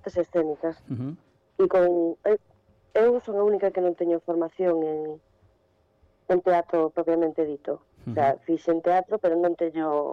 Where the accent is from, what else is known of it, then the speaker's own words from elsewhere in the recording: Narón, Galicia, Spain; somos de Narón e Ferrol, la contorna toda por aquí